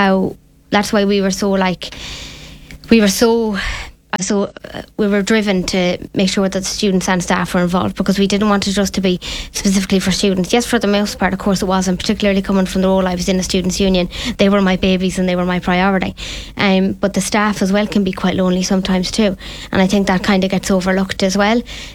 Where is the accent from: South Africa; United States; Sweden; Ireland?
Ireland; as Irish people, the first thing you say to someone is, how are you?